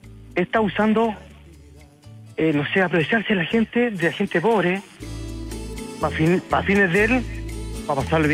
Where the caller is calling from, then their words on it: Las Condes, Santiago Metropolitan Region, Chile; Sí, de Las Condes. Yo también vivo aquí en Las Condes.